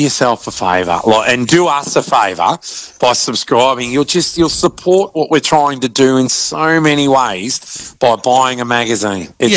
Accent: Longwarry, Victoria, Australia; I grew up in Longwarrie.

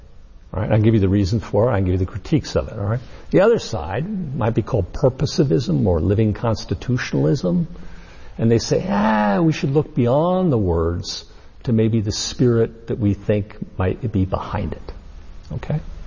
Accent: Colorado, United States; I love the fly fish. I'm from Colorado. It's a thing we do.

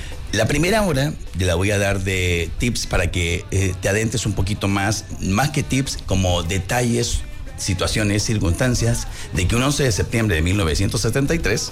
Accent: Chile; now in Mexico; Ya después de 29 años viviendo en México, soy el chileno más mexicano que existe aquí.

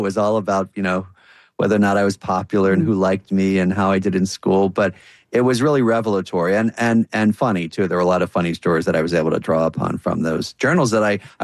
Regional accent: Plymouth Meeting, Pennsylvania, United States; my mother, who just died a couple of weeks ago, moved out of our house where we grew up outside of Philadelphia in a town called Plymouth Meeting.

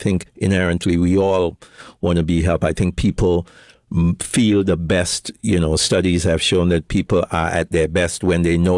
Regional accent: Trinidad & Tobago; moved away as an adult; now in United States; in terms of origination, I am from Trinidad and Tobago. And probably to put a little damper on what Uezy said early on, my father is Trinidadian and my mom is Tobago.

